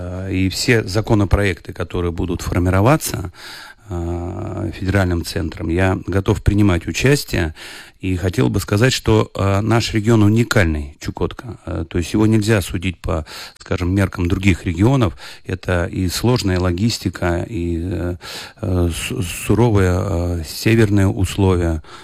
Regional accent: Mordovia, Russia; я у себя на малой родине, в Мордовии.

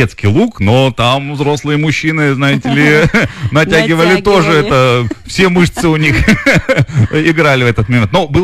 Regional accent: Omsk, Omsk Oblast, Russia; moved away; я родом из Омска, у нас там совершенно другие игры были в детстве

